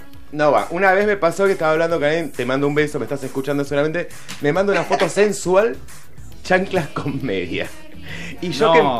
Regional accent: La Plata, Buenos Aires Province, Argentina; born there; Yo nací en el cuadrado. Soy platense, hijo de no platenses, lo cual implica ser un platense en serio.

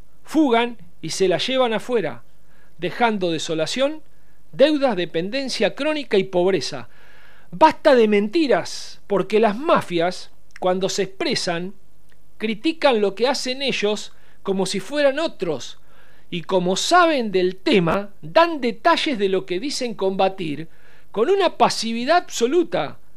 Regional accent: Argentina; mi Argentina

